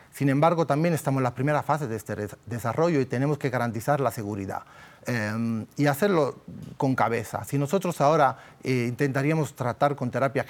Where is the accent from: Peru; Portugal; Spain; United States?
Spain; En Europa somos solo 2 médicos españoles